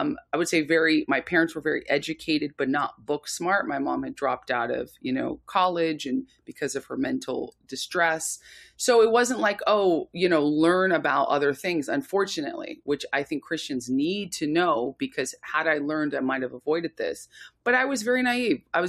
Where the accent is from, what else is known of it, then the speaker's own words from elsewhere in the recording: Santa Barbara, California, United States; also born or lived in Los Angeles; So I was raised in Santa Barbara, California, and we moved to Los Angeles.